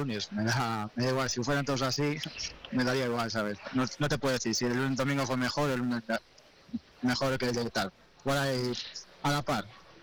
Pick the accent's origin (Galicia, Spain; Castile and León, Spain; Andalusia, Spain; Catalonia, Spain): Castile and León, Spain; Laguna de Duero; mañana mismo ya empieza la fiesta de mi pueblo, en Laguna de Duero.